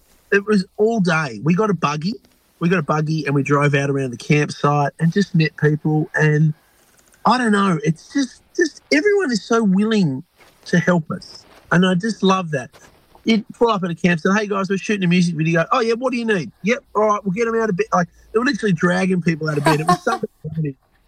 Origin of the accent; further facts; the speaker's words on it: Australia; we are Aussie blokes.